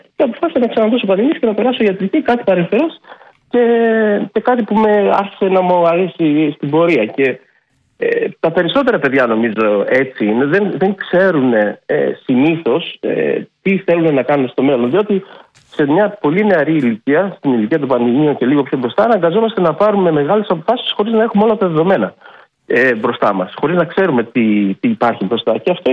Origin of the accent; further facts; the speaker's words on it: Serres, Central Macedonia, Greece; moved away as an adult; also born or lived in Thessaloniki; Ναι, εγώ γεννήθηκα και μεγάλωσα στις Σέρρες.